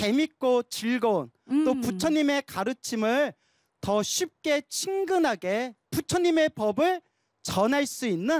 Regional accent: South Korea; 정말 한국인으로서 자부심이 느껴지고 불자로서 자부심이 느껴집니다.

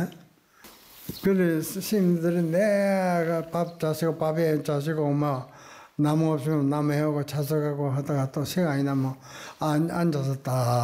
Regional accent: Namhae, South Gyeongsang, South Korea; born there; 산성은 경남 그 남해 남해 절이지요. 들어오는 입구의 그 마을에서 태어났습니다.

